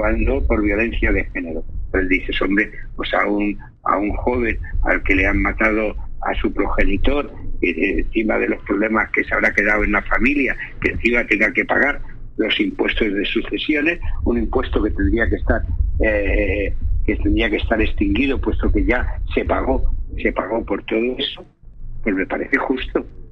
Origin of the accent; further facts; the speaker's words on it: Tarragona, Catalonia, Spain; born there; Yo nací en Tarragona, donde había un polígono petroquímico que daba vida en aquellos años, que no te puedes imaginar, estoy hablando de hace 60 años.